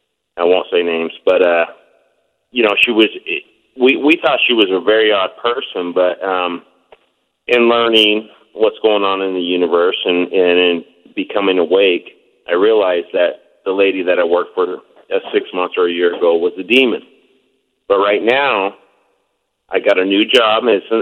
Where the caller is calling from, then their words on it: Oahu, Hawaii, United States; We live on Oahu.